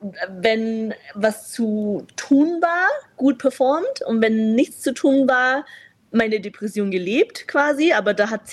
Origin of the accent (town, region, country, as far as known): Vienna, Austria; born there; also born or lived in China